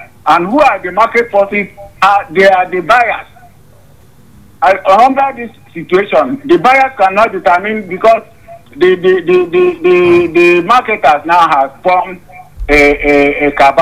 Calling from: Nigeria; From Unity Junction.

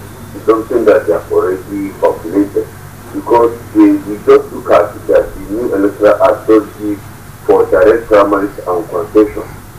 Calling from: Sudan; I'm calling from Sudan.

